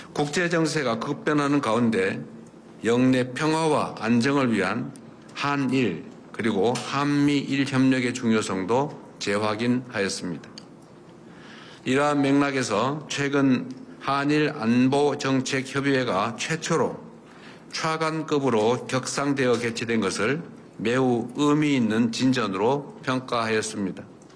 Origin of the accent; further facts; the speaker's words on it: Andong, North Gyeongsang, South Korea; 저의 고향인 이곳 안동을 찾아주셨습니다.